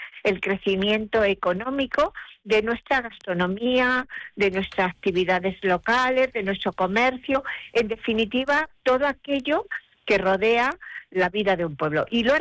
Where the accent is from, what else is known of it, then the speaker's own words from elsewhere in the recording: Brazatortas, Castilla-La Mancha, Spain; con muchas posibilidades de crecimiento económico, como lo está demostrando día a día. Así es que sí, mi pueblo, Brazatortas. Además, sabes que ahí nació Antonio Gala.